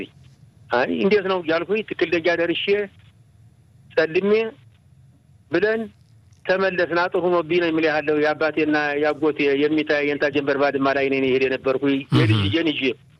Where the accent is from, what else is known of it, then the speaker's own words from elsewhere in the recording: Adet, Amhara, Ethiopia; now in Israel; የዳባት አውራጃ። አዎ እሱ እኛ ተወልደን አድገን ተደረን ተኩለን ነው ወደ እስራኤል ሀገር መንገድ የጀመርነ።